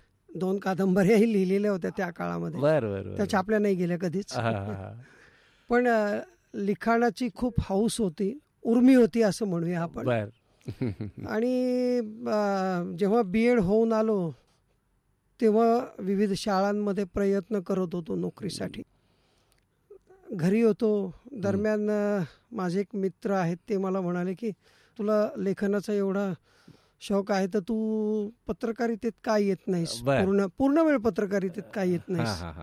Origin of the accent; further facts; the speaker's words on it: Ahmednagar, Maharashtra, India; अजयजी, माझं बालपण नगरमध्येच गेलं. पहिलीपासून एम एपर्यंत माझं शिक्षणही नगरमध्येच झालं.